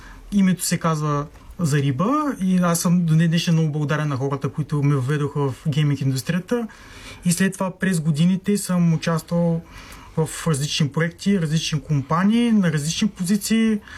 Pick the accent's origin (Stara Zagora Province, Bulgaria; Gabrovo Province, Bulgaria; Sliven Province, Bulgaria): Stara Zagora Province, Bulgaria; Nova Zagora; Значи аз съм от Нова Загора и имам 15 години опит в гейминг индустрията.